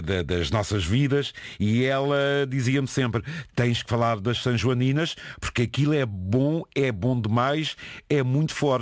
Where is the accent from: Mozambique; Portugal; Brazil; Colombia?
Portugal; Porto; Também eu sou do Porto